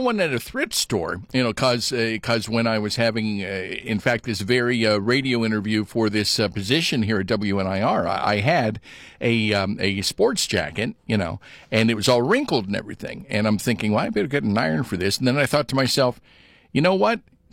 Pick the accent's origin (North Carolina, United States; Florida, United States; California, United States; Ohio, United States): Ohio, United States; Went through my hometown in Ohio and moved over to Pennsylvania